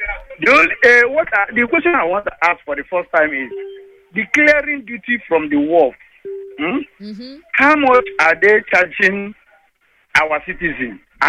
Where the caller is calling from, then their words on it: Lagos, Nigeria; I'm calling from Sulere.